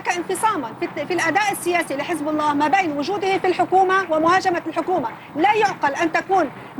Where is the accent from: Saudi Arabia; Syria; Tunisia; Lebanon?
Lebanon; أنا كمواطن لبناني مفروض علي أن أطالب الدولة بأن تحميني وليس حزب الله